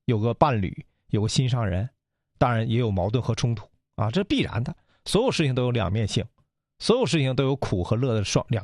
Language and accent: Chinese; China; 我们中国人